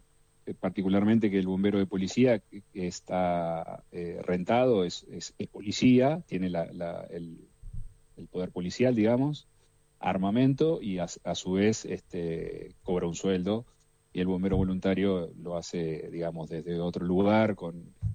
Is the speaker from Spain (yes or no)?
no; Tandil, Buenos Aires Province, Argentina; yo soy de Tandil, sí.